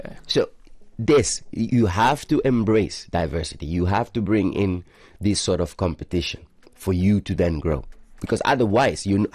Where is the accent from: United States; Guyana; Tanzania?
Tanzania; now in Oman; growing up in Tanzania.